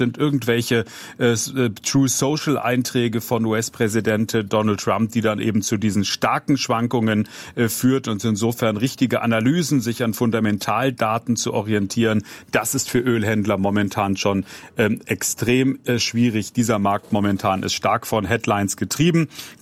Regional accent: Switzerland; now in United States; Also als Schweizer könnte man da sagen, Gott, ist das billig in den Vereinigten Staaten zu tanken

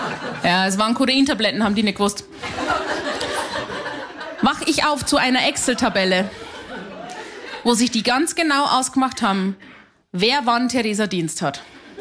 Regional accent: Haunersdorf, Bavaria, Germany; born or raised there; moved away

